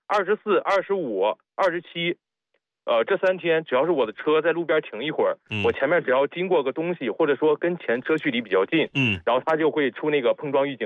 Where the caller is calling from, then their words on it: Henan, China; 我们河南这边下暴雨